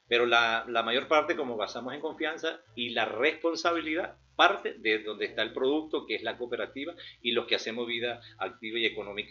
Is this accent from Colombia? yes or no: no; Venezuela; Nosotros como venezolanos